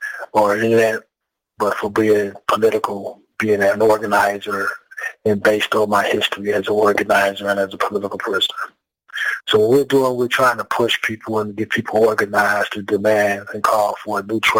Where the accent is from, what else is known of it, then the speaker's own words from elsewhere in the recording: Gary, Indiana, United States; I'm originally from Gary, Indiana.